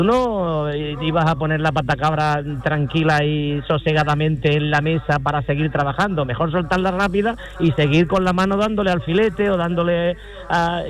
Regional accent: Ubrique, Andalusia, Spain; born or raised there; now in Seville, Spain

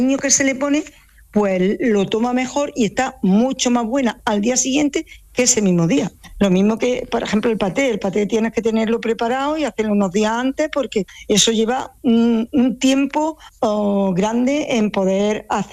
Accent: Andújar, Andalusia, Spain; Pues yo, aunque todavía soy joven, pero y aunque soy de Andújar, pero yo creo que es porque es un animal que es autóctono de aquí, de esta zona.

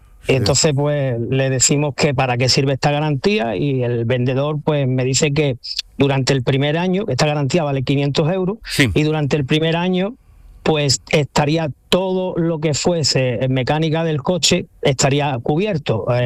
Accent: Lepe, Andalusia, Spain; aunque nosotros somos de Lepe, Huelva, pero compramos en, no sé si debo decir el nombre o no.

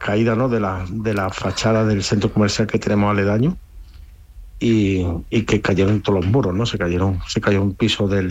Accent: Colombia; now in Spain; Un saludo para todos, para los oyentes, para la gente de mi tierra.

